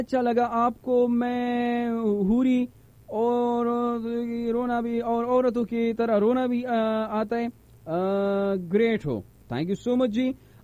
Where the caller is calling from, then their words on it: Tank, Khyber Pakhtunkhwa, Pakistan; hello نہیں, میں ٹانگ سے ہوں